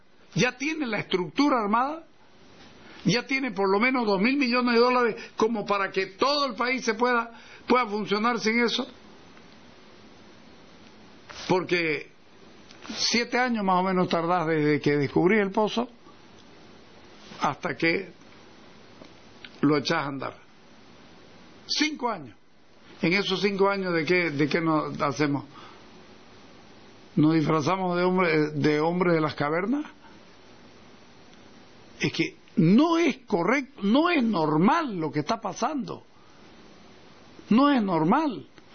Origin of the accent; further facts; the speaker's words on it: Bolivia; born there; No, yo soy de aquí. Aquí nací, aquí me voy a morir. O sea, yo no vengo ni de Marte, ni de Venus, ni de ningún lado. Vengo de aquí. Y soy de aquí, y pretendo seguir aquí.